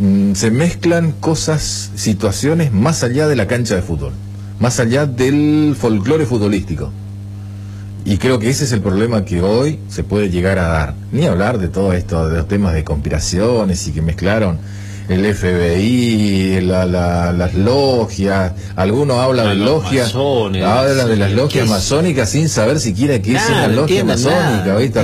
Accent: Argentina; Somos complicados los argentinos

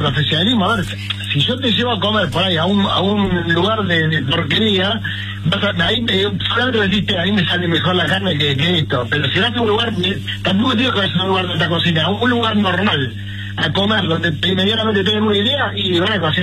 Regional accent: Bahía Blanca, Buenos Aires Province, Argentina; Yo cuando era chico en Bahía Blanca, que no teníamos un sobre partido al medio, y que mi vieja cocinaba y le ponía huevo

